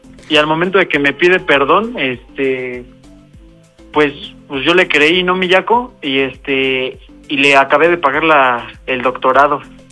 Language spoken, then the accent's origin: Spanish; Azcapotzalco, Mexico City, Mexico; Tengo 28 años y somos de acá de Azcapotzalco, de la Ciudad de México.